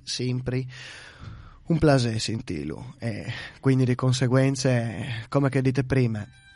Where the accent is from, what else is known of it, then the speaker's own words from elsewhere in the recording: Friuli-Venezia Giulia, Italy; now in Australia; anche se sono da poco qua in Australia. Mi manca tanto la mia terra e mi manca tanto il Friuli